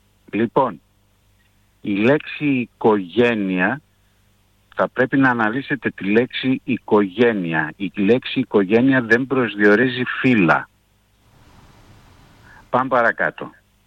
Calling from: Greece; Εμείς ως Έλληνες, ως Ελλάδα, ως χώρα

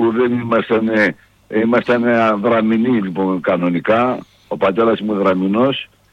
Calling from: Naousa, Central Macedonia, Greece; Από ένα χωριό της Άουσας είμαι.

